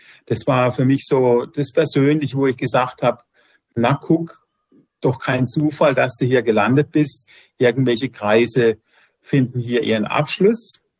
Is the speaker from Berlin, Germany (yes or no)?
no; Freiburg, Baden-Württemberg, Germany; Also, ich kannte einen Herz-Jesu-Priester in meiner Heimatstadt in Freiburg.